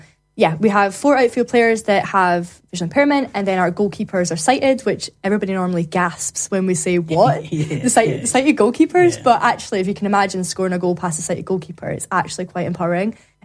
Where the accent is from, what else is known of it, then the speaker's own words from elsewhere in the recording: Scotland, United Kingdom; I'm from Scotland.